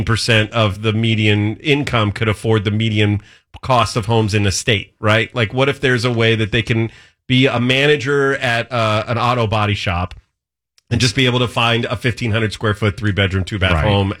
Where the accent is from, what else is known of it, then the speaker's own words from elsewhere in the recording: Modesto, California, United States; also born or lived in Union City, California; my hometown of Modesto, California